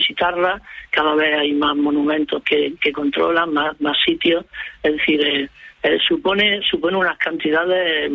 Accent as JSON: {"language": "Spanish", "town": "Córdoba", "region": "Andalusia", "country": "Spain", "said": "Yo que soy de Córdoba. ¿Quién puede poner un precio a la mezquita de Córdoba?"}